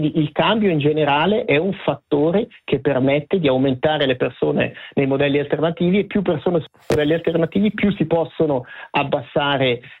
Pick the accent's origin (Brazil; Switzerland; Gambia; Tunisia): Switzerland; Ticino; Io ho il privilegio di essere chiamato come ticinese spesso a riferire di una dinamica per cui tutta la Svizzera ci invidia. In Ticino, quando abbiamo un problema cardiaco, nessuno si pone la domanda